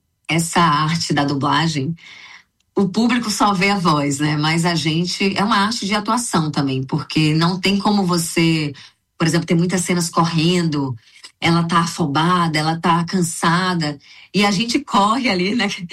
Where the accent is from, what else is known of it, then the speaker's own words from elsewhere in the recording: Bahia, Brazil; Eu sou baiana, né? Como você sabe, sou teropolitana e eu faço essa voz mais puxada para o pernambucano.